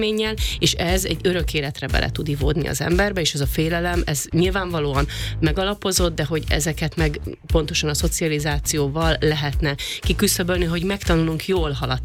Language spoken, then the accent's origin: Hungarian; Szekszárd, Tolna, Hungary; én ugye szekszárdi lány vagyok, mi a Duna mellett nőttünk fel, mi bajai halászlevet eszünk minden hónapban körülbelül kétszer.